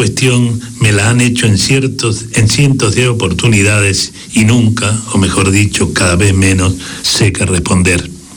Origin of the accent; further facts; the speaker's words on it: Argentina; also born or lived in Sweden; now in Spain; de Argentina, pero viví 2 años en Suecia